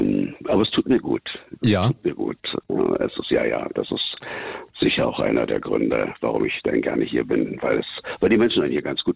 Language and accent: German; Berlin, Germany; now in Austria; aus Berlin bin ich.